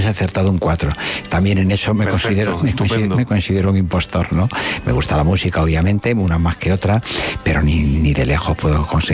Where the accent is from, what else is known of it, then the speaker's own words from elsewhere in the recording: Almodóvar del Campo, Castilla-La Mancha, Spain; also born or lived in A Coruña, Galicia; now in Mallorca, Spain; yo tengo una infancia híbrida porque hasta los 5 años yo nací en Galicia, en La Coruña, y vivía en una gran ciudad muy bonita hasta los 5 años y después me trasplanté a La Mancha.